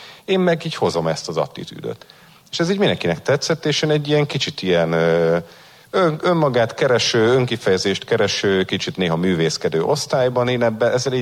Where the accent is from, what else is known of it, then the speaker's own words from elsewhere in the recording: Gencsapáti, Vas, Hungary; Én egy faluban nőttem föl, Nyugat-Magyarországon, Gencsapátiban